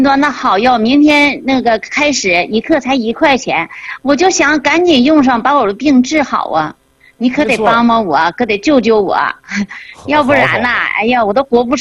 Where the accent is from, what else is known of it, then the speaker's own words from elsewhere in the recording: Harbin, Heilongjiang, China; 曾老师，哎呀，我可着急了，我是哈尔滨的，我这两天嘛一直听你讲课。